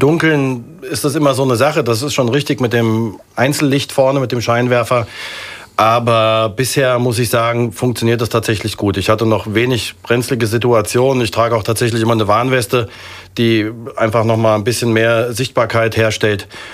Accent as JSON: {"language": "German", "town": "Wiesbaden", "region": "Hesse", "country": "Germany", "tie": "born or raised there", "moved": "yes", "lives_now": "Wolfsheim, Germany", "said": "Ursprünglich, der Ursprung war tatsächlich in Wiesbaden. Ich bin in Wiesbaden groß geworden"}